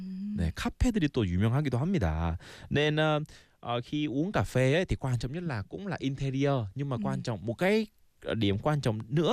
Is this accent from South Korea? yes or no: yes; South Korea; Mình cũng là người Hàn